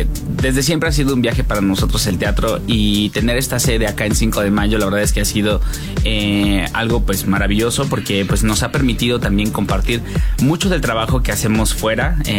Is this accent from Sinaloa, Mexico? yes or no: no; Jalpan, Querétaro, Mexico; Yo soy de Jalpan. Sí, ahí crecí.